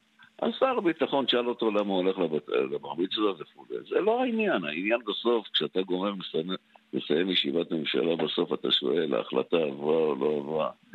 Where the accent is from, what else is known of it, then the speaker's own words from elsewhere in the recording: Jerusalem, Jerusalem District, Israel; אני זוכר את התקופה, אני ירושלמי שהתפוצצו פה אוטובוסים